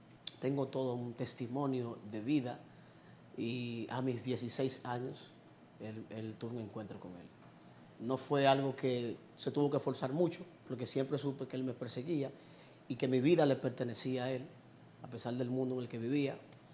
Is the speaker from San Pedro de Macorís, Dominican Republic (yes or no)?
yes; San Pedro de Macorís, Dominican Republic; moved away as an adult; now in Santo Domingo, Dominican Republic; Soy oriundo de San Pedro de Macorís. Y bueno, desde los 16 años, sirviendo al Señor, estoy aquí en Santo Domingo desde los 19, vine por un tema de estudios